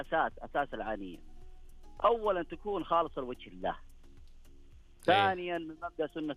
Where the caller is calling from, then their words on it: Al-Qassim, Saudi Arabia; من القصيم معك